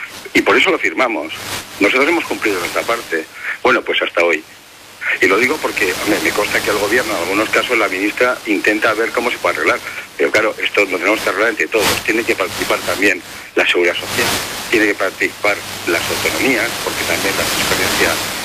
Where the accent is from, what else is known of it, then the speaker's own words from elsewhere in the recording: Basque Country, Spain; lo más absentismo hay en España es en mi tierra, en el País Vasco.